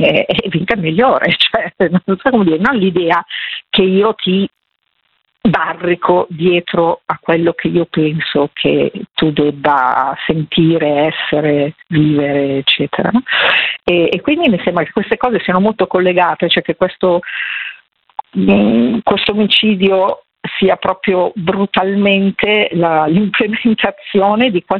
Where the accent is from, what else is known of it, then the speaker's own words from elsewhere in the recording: Milan, Lombardy, Italy; Sono di Milano, diciamo, è tanto che non ci vado per impossibilità, diciamo, organizzative, psicosociali. No, sono più anziana